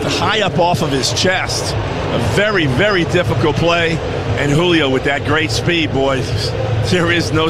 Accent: New York City, New York, United States; here I am coming from New York City. I didn't even know what fly fishing was.

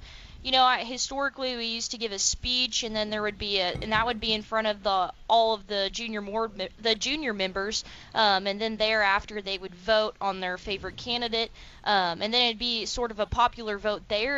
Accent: Hempstead, Texas, United States; I'm from Hempstead, Texas.

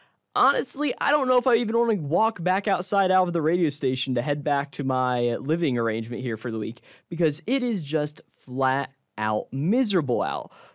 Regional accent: Concord, North Carolina, United States; And honestly, I'm back home from Concord, North Carolina, right outside of Charlotte.

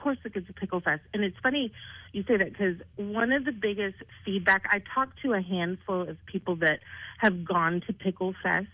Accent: West Coast, United States; You know, I come from the West Coast, and everything is on Instagram, Facebook.

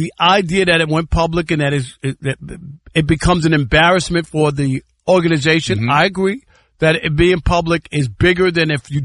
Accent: New York, United States; born or raised there

